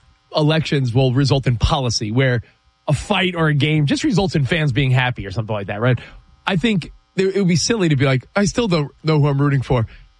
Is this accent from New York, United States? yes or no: yes; New York, United States; But I'm a New Yorker.